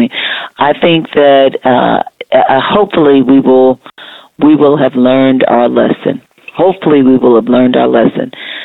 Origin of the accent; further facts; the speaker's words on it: New York City, New York, United States; I grew up in Brooklyn. I went to Midwood High School.